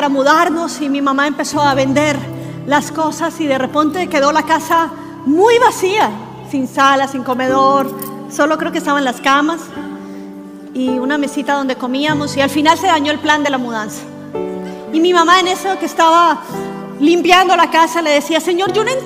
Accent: Barranquilla, Atlántico, Colombia; Mi hermano en un piano, el otro con el tambor, claro, porque somos barranquilleros, no tiene que haber tambor, por supuesto, una tambora.

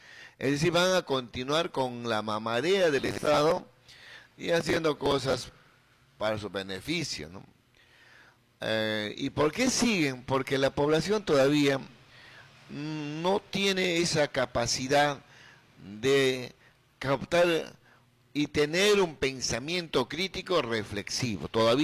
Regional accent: Peru; como todo peruano que no nos gusta leer

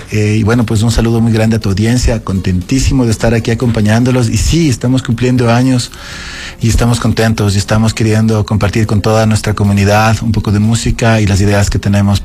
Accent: Ecuador; No somos ecuatorianos, somos ciudadanos de un planeta que tiene problemas

